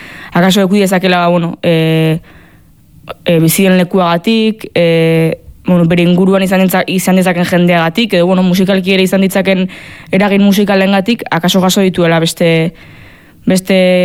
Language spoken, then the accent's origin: Basque; Basque Country, Spain; nire jaioterriak aso oso txiki bat alako ere Gipuzkoa barnealdean, betinik egunerokoan euskera egin ezen detelako nire familiarekin momentu guztietan, nire ingurua beti oso euskalduna izan dalako